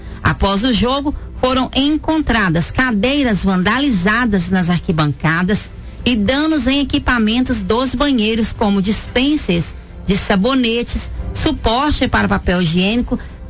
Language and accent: Portuguese; Antônio Dias, Minas Gerais, Brazil; now in Belo Horizonte, Brazil; eu sou de Antônio Dias, tenho muito conhecidos lá